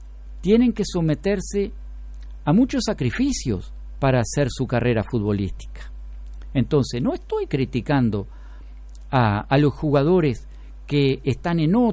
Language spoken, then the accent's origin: Spanish; Uruguay